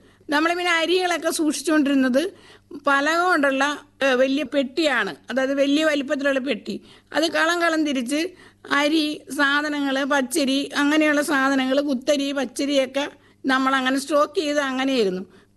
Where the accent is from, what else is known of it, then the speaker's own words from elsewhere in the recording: Ernakulam, Kerala, India; moved away as an adult; now in Kuruppanthara, India; എന്റെ സ്വന്തം സ്ഥലം എറണാകുളമാണ്. അവിടെയാണ് ജനിച്ചു വളർന്നത്. എന്നെ കല്യാണം കഴിച്ചു കൊണ്ടുനിൽക്കുന്നതാണ് കുറുപ്പന്തറ.